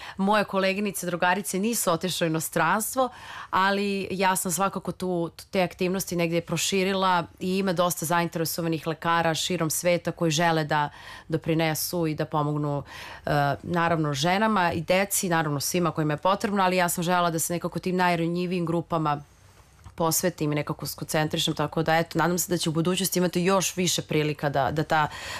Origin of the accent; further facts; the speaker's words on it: Serbia; nego mi kao mi Srbi ili iz regiona.